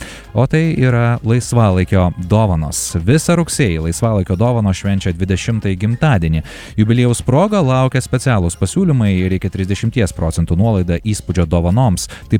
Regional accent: Kaunas, Kaunas County, Lithuania; mes kauniečiai tikimės, kad pas mus visada bus patys pigiausi degalai

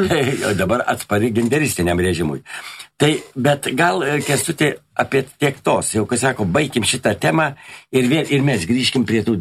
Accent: Vilnius, Vilnius County, Lithuania; Ir aš va kartais jaunimas lyg tai nenori pasakyti, kad yra iš provincijos, aš vilnietis.

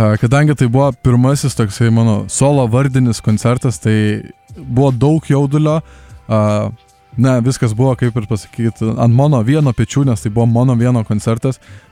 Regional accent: Klaipėda, Klaipėda County, Lithuania; also born or lived in Kaunas; Ne gimtinė, bet ten mano hometown, aš ten užaugau, nesiskaito, kad aš ten, aš gimiau šiaip Kaune, bet aš Kaune, nu, ten nutukus 2-3 kažkiek, aš neatsimenu, kad aš būčiau Kaune, tai Klaipėda yra tikrai mano širdis ir aš esu klaipėdėtis.

